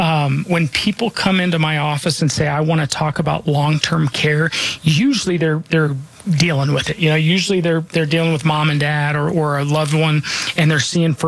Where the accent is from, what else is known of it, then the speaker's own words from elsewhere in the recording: Denver, Colorado, United States; Again, I was born and raised here in Denver. I'm not just licensed here. This is where I call home. This is where I'm raising my family.